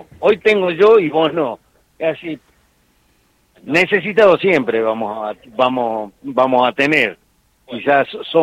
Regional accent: Argentina; yo soy argentino y soy medio cómodo.

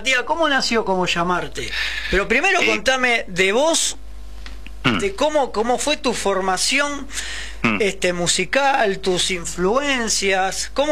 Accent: Argentina

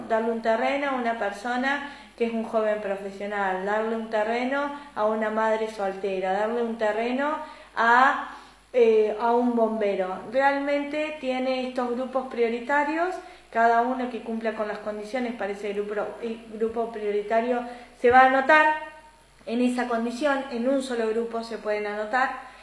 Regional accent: Buchardo, Córdoba, Argentina; moved away; aquellos jóvenes que somos de Buchardo, que nos fuimos para con el sueño de una profesión

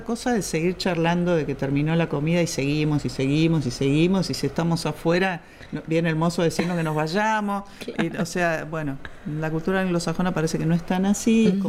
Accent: Argentina

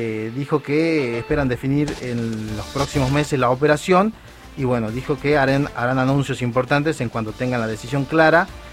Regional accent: Argentina; Que es una de las cosas que a nosotros nos interesa como argentinos.

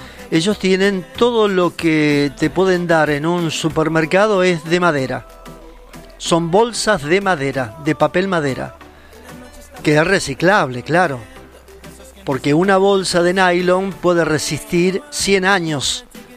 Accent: Villa Mercedes, San Luis, Argentina; moved away; Villa Mercedes, San Luis, me pongo de pie, che, para mi pueblo.

